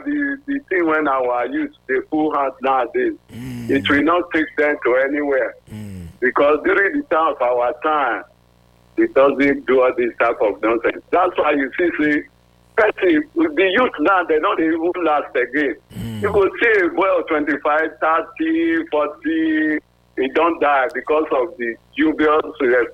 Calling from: Nigeria; I'm calling from Igwebe

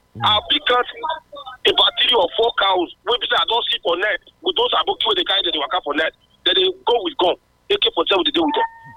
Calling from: Use, Edo, Nigeria; I'm calling from Okungbowa.

